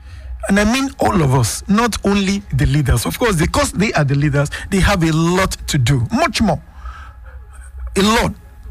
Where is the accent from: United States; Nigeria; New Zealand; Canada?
Nigeria